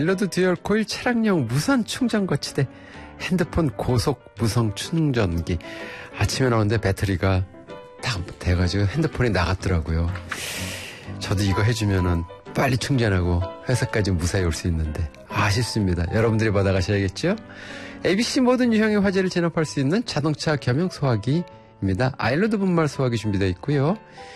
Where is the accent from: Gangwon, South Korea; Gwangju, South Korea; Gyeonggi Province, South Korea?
Gangwon, South Korea; moved away; 제 고향이 강원도인데